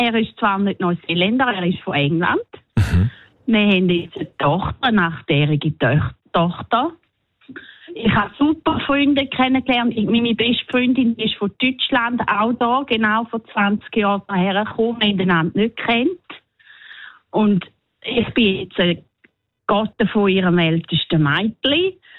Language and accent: German; Switzerland; now in New Zealand; Als Schweizer ist man manchmal ein bisschen, ein bisschen ungewöhnlich.